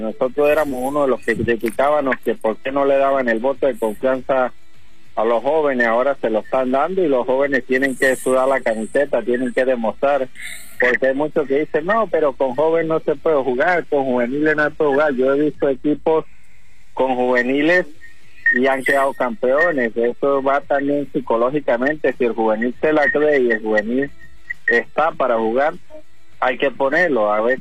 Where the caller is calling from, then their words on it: Mérida, Venezuela; desde La Pedregosa